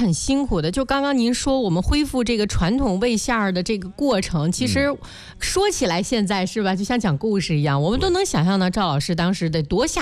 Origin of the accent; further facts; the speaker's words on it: northern China, China; 可能对我们北方人来说是天生的喜欢